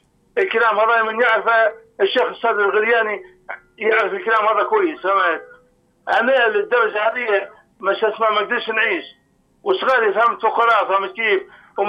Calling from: Libya; أنا أخوك ليبي أبا عن جد باهي.

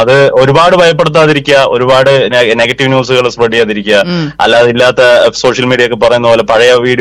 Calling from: Kerala, India; Correct പുൽപ്പള്ളിയാണ്, അതായത് ചിറ്റൂരിന്ന് പാലക്കാട് പോകുന്ന കൊടുമ്പ് വഴി പോകുന്ന സ്ഥലം.

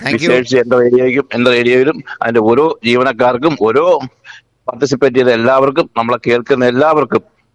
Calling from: Kerala, India; ശങ്കരാമൂല.

